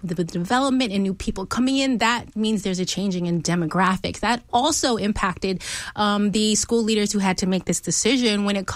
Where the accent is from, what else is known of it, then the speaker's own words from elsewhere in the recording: Fort Bend County, Texas, United States; I grew up in Fort Bend County. I went to a Fort Bend school district.